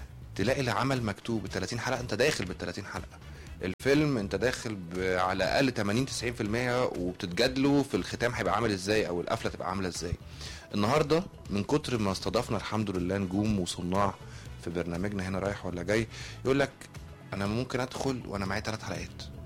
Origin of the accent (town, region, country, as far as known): Egypt